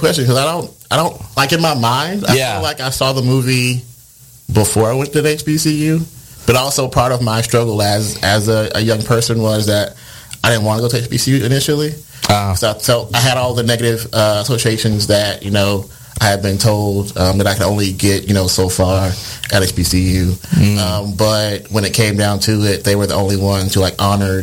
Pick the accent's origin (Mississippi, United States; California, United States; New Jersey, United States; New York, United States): Mississippi, United States; I'm from Mississippi